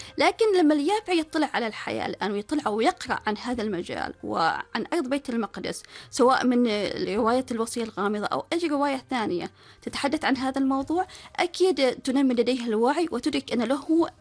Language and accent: Arabic; Oman; نحن كعمانيين